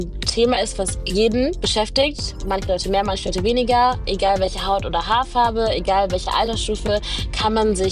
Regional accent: North Rhine-Westphalia, Germany; ich komme aus dem Ruhrgebiet. Ich war noch nie in Kamerun

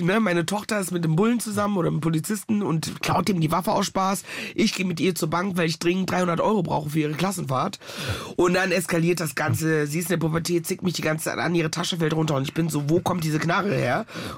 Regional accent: North Rhine-Westphalia, Germany; Also zwar hier groß geworden in NRW und im Herzen bin ich auch immer noch eine rheinische Mädchen, aber tatsächlich auch immer noch verwurzelt mit meinen Wurzeln tatsächlich.

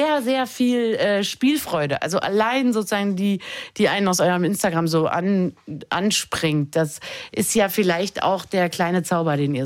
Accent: Berlin, Germany; Ich ich bin in Berlin aufgewachsen. Ich habe ganz wenig Zeit außerhalb der Stadt verbracht.

